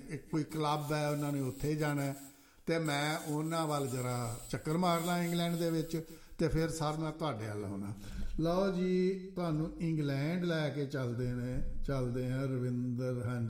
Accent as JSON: {"language": "Punjabi", "region": "Punjab", "country": "India", "moved": "yes", "said": "ਬਿਲਕੁਲ ਸਾਡਾ ਫਿਰ ਵੀ ਮੁਲਕ ਹੈ ਐਨੀ ਹੋ ਬੇਸ਼ੱਕ ਅਸੀਂ ਬਾਹਰ ਦੇ ਰਹਿਣ ਵਾਲੇ ਹਾਂ ਪਰ ਸਾਡੀ ਹਮਦਰਦੀ ਅਤੇ ਸਾਡੇ ਸੋਹਣੇ ਪੰਜਾਬ ਅਤੇ ਭਾਰਤ ਵਰਸ਼ ਵੀ ਸਾਡਾ ਦੇਸ਼ ਹੈ"}